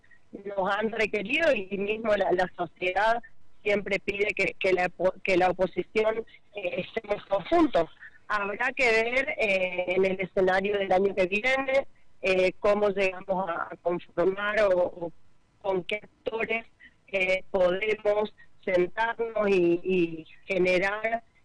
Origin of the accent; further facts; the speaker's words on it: Argentina; somos todos los argentinos